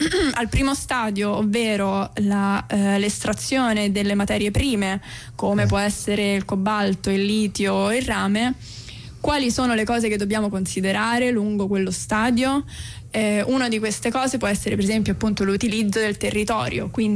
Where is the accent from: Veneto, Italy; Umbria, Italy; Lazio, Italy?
Lazio, Italy; Rome; Poi nessuno, okay, di noi vive nello stesso posto da cui proviene, tranne me, che, okay, sono di Roma e vengo da Roma e sto